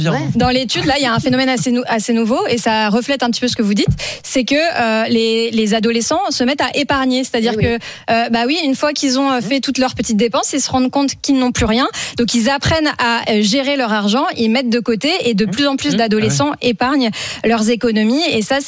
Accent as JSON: {"language": "French", "region": "Normandy", "country": "France", "said": "je suis normande."}